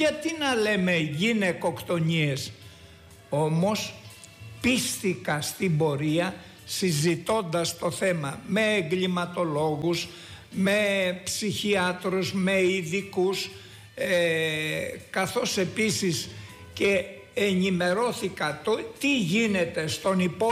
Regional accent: West Greece, Greece; μου αρέσει η Ρόδος και θα ήθελα να περνάω εδώ μεγάλα χρονικά διαστήματα, αλλά εγώ είμαι από Ετωλοακαρνανία.

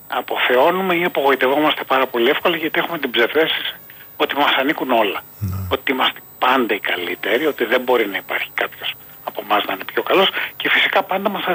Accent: Greece

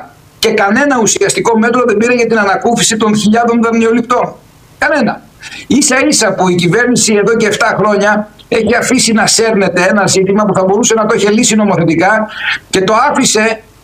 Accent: Greece; εγώ συνεχίζω κανονικά τη δουλειά μου ως ευρωβουλευτής Έλληνας και προσπαθώ να κάνω το καλύτερο για την πατρίδα μου, την νησιωτική χώρα, την περιφέρεια και όλη την Ελλάδα.

